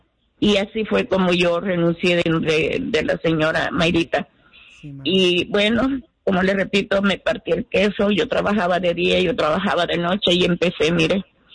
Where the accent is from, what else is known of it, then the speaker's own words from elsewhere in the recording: El Salvador; moved away; Yo me vine buscando los dólares. Yo me vine por la guerra que había en El Salvador.